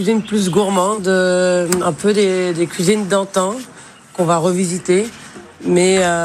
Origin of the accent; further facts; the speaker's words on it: Port-Louis, Brittany, France; moved away as an adult; also born or lived in Switzerland; now in Douarnenez, France; Je suis originaire de la commune de Port-Louis, en face de Lorient.